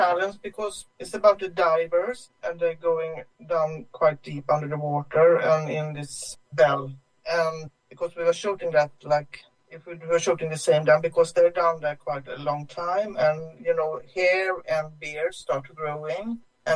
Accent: Gothenburg, Västra Götaland, Sweden; especially because the story is actually happened in my hometown, Gothenburg.

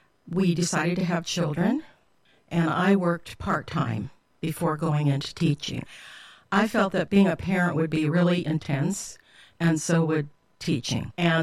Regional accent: San Diego, California, United States; born or raised there; also born or lived in Midwest

